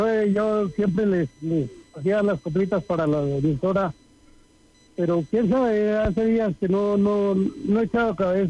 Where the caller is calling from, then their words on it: Sora, Boyacá, Colombia; somos de Sora. Es en Sora.